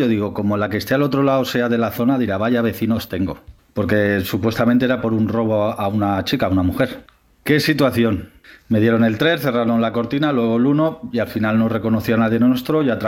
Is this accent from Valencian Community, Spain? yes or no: yes; Valencia, Valencian Community, Spain; Buenas noches, fareros y fareras. … de Valencia